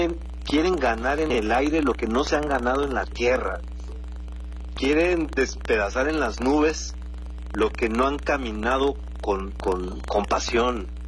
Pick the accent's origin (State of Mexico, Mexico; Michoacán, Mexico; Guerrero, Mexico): Guerrero, Mexico; Acapulco; moved away as an adult; yo no he sido un factor de división en mi pueblo.